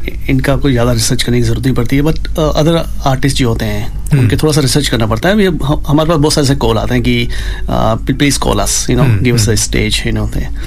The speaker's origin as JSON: {"language": "Hindi", "town": "Udaipur", "region": "Rajasthan", "country": "India", "tie": "born or raised there", "said": "हाँ जी, मैं इंडिया से, मैं राजस्थान से हूँ, और बहुत ही खूबसूरत शहर है"}